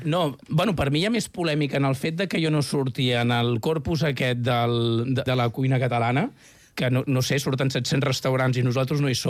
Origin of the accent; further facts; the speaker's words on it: Catalonia, Spain; Jo, després de la llet materna, vaig passar a consumir gazpacho. Jo sóc del Baix Llobregat.